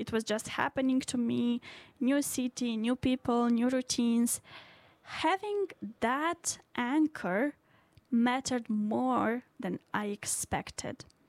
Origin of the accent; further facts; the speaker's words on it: Romania; first language Romanian; English is a second language; moved away; all the songs from today are in Romanian language, which is my mother tongue